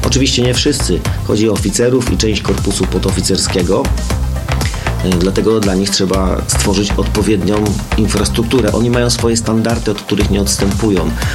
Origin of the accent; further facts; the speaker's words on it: Wrocław, Lower Silesian Voivodeship, Poland; mówię to już jako wrocławianin